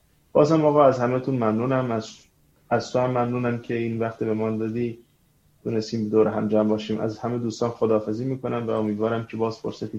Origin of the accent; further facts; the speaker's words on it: Iran; moved away; من طولانی که دور از ایرانم